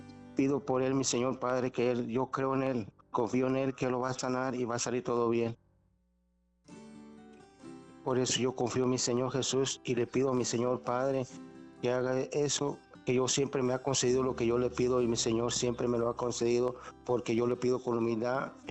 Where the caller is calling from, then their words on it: El Grullo, Jalisco, Mexico; De aquí, del Grullo, Jalisco.